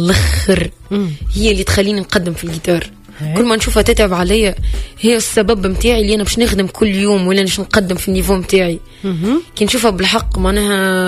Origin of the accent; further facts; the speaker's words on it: Tunisia; بلادنا تونس